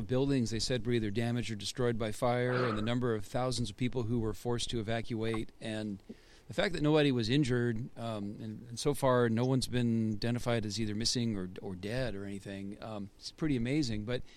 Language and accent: English; Seattle, Washington, United States; I grew up in Seattle, and I'm in my late 50s. I'm mid-50s, I guess, technically.